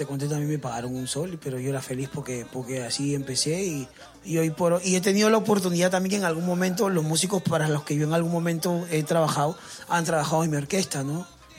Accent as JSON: {"language": "Spanish", "region": "Callao", "country": "Peru", "tie": "born or raised there", "said": "yo soy del Callao, 100% Chimpún Callao."}